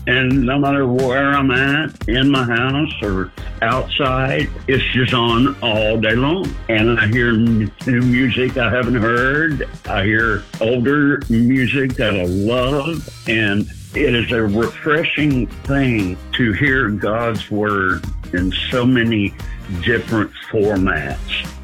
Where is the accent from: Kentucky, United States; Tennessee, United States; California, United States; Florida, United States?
Tennessee, United States; Kingsport; I'm from Kingsport, Tennessee.